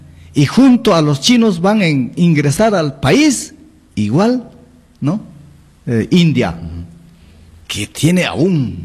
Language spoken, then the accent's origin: Spanish; Peru; nosotros somos 35 millones peruanos